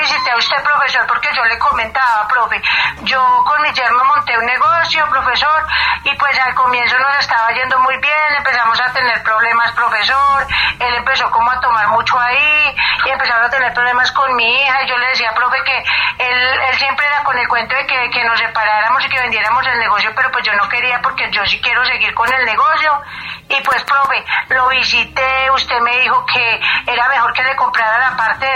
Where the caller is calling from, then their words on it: Yolombó, Antioquia, Colombia; Los llamando acá desde la Floresta Yolombó.